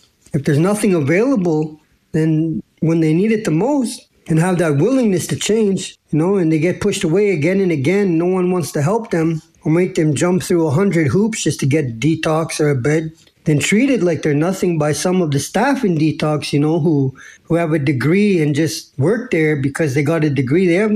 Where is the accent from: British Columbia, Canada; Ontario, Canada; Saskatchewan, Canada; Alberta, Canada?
Saskatchewan, Canada; Saskatoon; now in North Battleford, Canada; because I'm from Saskatoon